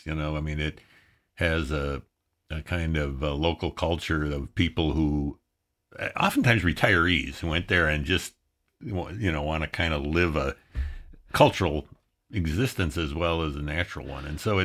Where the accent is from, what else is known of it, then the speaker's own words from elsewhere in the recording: Madison, Wisconsin, United States; Well, in Madison, we had that Arboretum